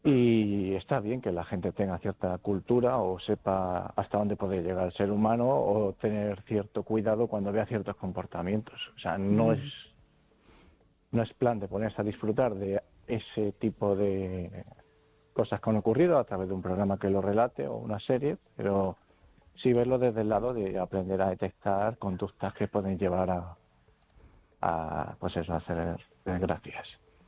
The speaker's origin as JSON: {"language": "Spanish", "town": "Vigo", "region": "Galicia", "country": "Spain"}